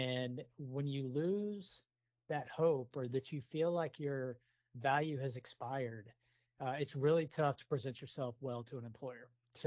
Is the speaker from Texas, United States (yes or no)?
yes; Houston, Texas, United States; I grew up here in Houston. I went and served in the Marine Corps directly after high school from 1999 to 2003. Went to college after that at Texas State in San Marcos